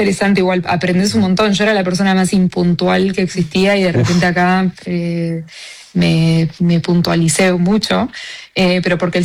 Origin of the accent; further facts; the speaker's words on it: Argentina; moved away as an adult; now in Switzerland; Soy como muy argentina, que me gusta mucho como el folclore argentino